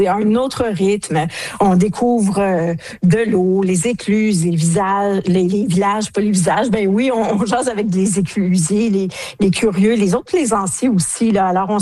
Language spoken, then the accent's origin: French; Ontario, Canada; d'avoir cette expérience-là, là, de tourisme fluvial chez nous en Ontario.